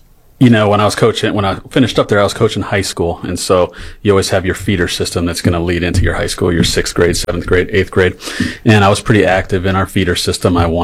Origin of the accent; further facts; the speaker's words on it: New York, United States; I never had a dad growing up in New York. My grandparents were Lutheran missionaries